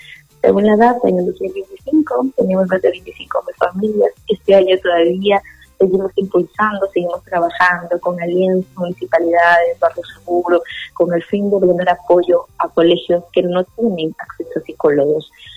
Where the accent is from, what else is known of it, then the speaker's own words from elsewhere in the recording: Lima, Peru; Yo vengo de una familia de Lima